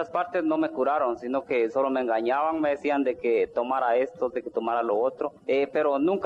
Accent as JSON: {"language": "Spanish", "town": "Pueblo Nuevo Viñas", "region": "Santa Rosa", "country": "Guatemala", "said": "vine de Finca Santa Isabel, Pueblo Nuevo Viña, Santa Rosa."}